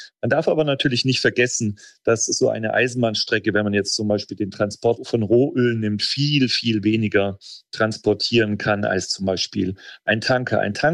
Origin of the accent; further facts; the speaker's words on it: Germany; Naja, ich als Deutscher sehe seit Jahren, wie schwierig es ist, in Deutschland eine Bahnstrecke zu bauen oder einen Bahnhof zu bauen.